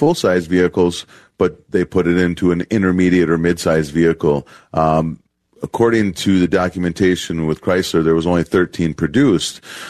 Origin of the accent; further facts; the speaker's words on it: Janesville, Wisconsin, United States; Well, I grew up in Janesville as a GM town